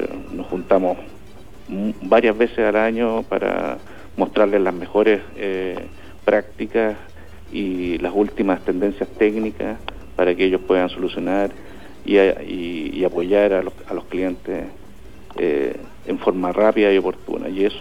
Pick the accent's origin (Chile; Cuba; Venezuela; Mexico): Chile; Como chilenos nos gusta colocarnos la valla más alta.